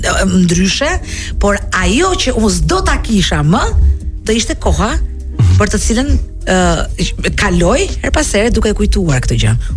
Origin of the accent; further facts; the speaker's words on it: Durrës, Durrës County, Albania; unë jam nga Durrësi, nuk i kam humbur lidhjet me këtë qytet, kam një apartament të vogël, kam familjen, një pjesë familjes që jeton atje